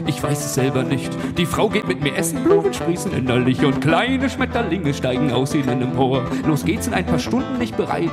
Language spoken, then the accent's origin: German; Neumünster, Schleswig-Holstein, Germany; Ich komme mit einem Mann aus Schleswig-Holstein, Neumünster.